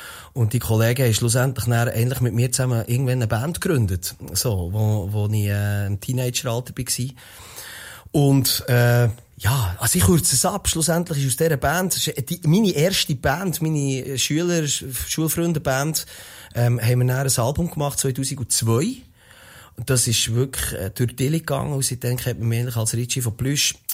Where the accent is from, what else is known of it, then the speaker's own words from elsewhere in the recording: Interlaken, Bern, Switzerland; ich komme von Interlaken. Interlaken ist zwischen Thuner und Brienzersee den meisten Leuten als riesen Touristenort bekannt.